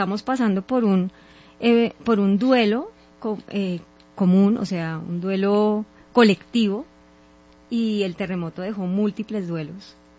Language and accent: Spanish; Colombia; nosotros como colombianos todos pasamos por el terremoto